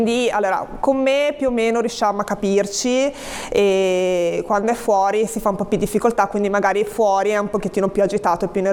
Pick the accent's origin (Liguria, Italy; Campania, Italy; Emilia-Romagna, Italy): Liguria, Italy; Genoa; perché noi siamo di San Pier d'Arena